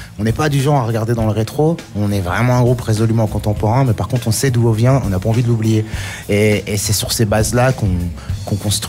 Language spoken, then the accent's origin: French; Brussels, Brussels-Capital Region, Belgium; born there; moved away; also born or lived in north of France; moi, je suis né à Bruxelles, j'ai vécu beaucoup